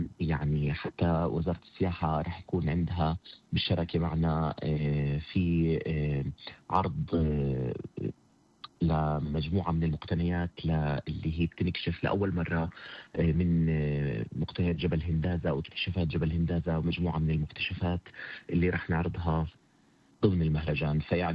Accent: Palestine; لإلنا كفلسطينيين

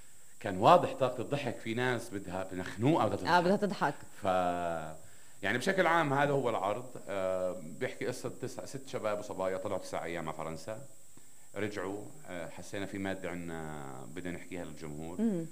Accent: Nablus, West Bank, Palestine; كمان إحنا من نابلس يعني.

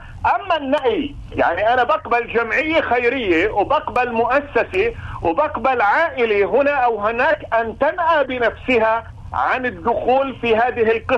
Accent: Palestine; لأنه أنا كفلسطيني عندما نتحدث عن القانون الأساسي الفلسطيني

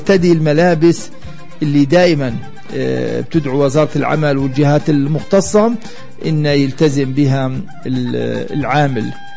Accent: Bethlehem, West Bank, Palestine; فهذه الحالة حدثت عندنا في بيت لحم.

